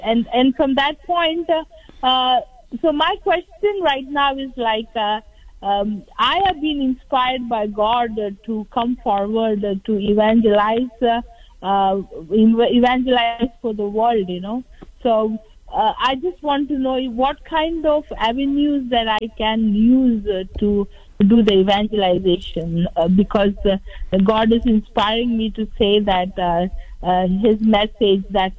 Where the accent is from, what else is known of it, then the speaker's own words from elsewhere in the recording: India; I'm originally from India. We belong to the King Solomon Jews of India